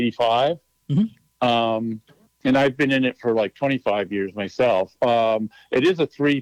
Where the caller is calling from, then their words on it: Anchorage, Alaska, United States; I'm calling from Alaska, Anchorage.